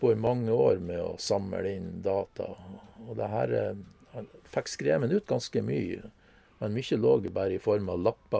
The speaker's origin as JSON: {"language": "Norwegian", "town": "Renemoen", "region": "Agder", "country": "Norway", "tie": "born or raised there", "said": "Jeg føler meg jo aldri så hjemme som når jeg går i skogen hjemme på Renemoen."}